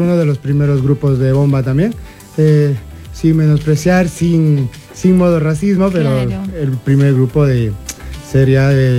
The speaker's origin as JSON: {"language": "Spanish", "town": "Cotacachi", "region": "Imbabura", "country": "Ecuador", "lives_now": "Spain", "said": "Eso es lo que decimos, somos de la zona de Inta"}